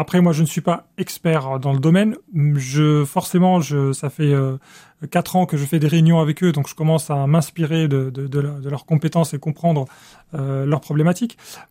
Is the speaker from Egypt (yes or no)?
yes; Cairo, Cairo Governorate, Egypt; now in Limoges, France; J'ai tellement été traumatisé par ça pendant toute mon enfance au Caire que je suis très content d'être à Limoges.